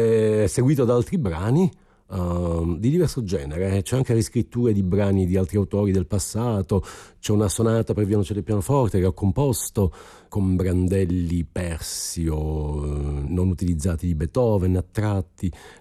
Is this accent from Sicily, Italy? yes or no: yes; Sicily, Italy; born there; Poi io sono siciliano, li ho respirati fin da bambino i canti popolari di qualsiasi estrazione